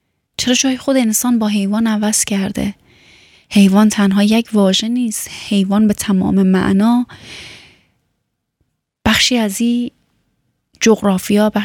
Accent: Afghanistan; چون وقتی که میگی من از افغانستان هستم، هموطنای تو انقدر گل کاشتن که تو دیگه جایی نمیبینی که حرف بزنی

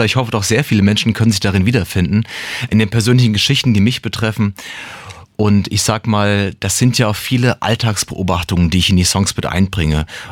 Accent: Frankfurt, Hesse, Germany; Ich bin ein Frankfurter Bub im Herzen. Bin dort geboren, lange Zeit in dem Bereich aufgewachsen

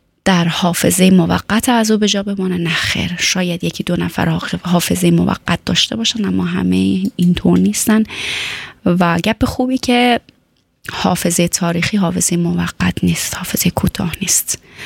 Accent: Afghanistan; ما و شما هم از افغانستان آمدیم، بهتره که آبروداری کنیم.

